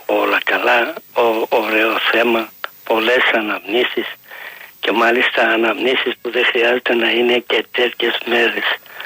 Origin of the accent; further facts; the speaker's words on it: Northern Greece, Greece; το βλέπω εδώ και στη Βόρεια Ελλάδα, ας πούμε εμένα το δικό μου το χωριό